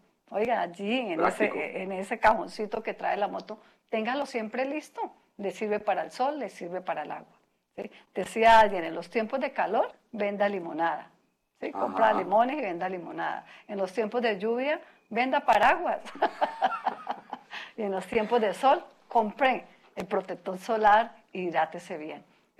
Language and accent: Spanish; Cúcuta, Norte de Santander, Colombia; y si somos cucuteños